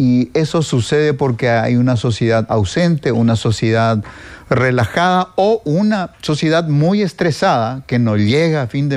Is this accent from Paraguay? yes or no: yes; Paraguay